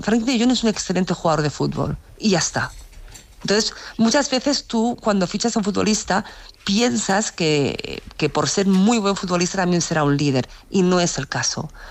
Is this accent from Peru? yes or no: no; Castile and León, Spain; Estoy en mi pueblito, en la provincia de Burgos, un pueblo de 17 habitantes, Rullares del Agua